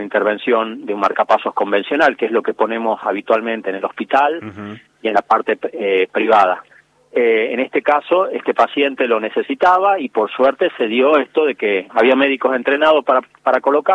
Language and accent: Spanish; Salta, Argentina; somos médicos salteños